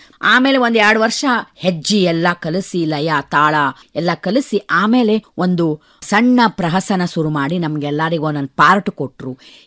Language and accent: Kannada; Uttara Kannada district, Karnataka, India; born there; ನಮ್ಮ ಒಂದು ಉತ್ತರ ಕನ್ನಡ ಜಿಲ್ಲೆ ಒಳಗ ಬಹಳ ಸಾಮಾನ್ಯವಾಗಿ ನಾವು ಎಲ್ಲಾ ಕಡೆ ಯಕ್ಷಗಾನ ನೋಡ್ತೇವಿ